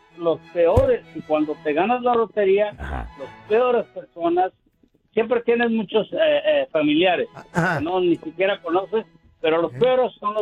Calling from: Houston, Texas, United States; Vivo en Houston

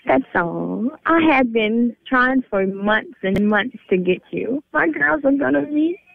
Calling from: Abbeville, Louisiana, United States; I'm calling from Abbeville, Louisiana.

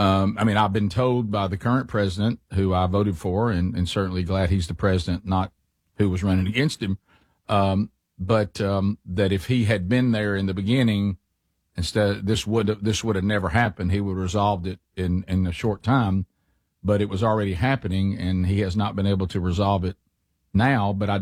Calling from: United States

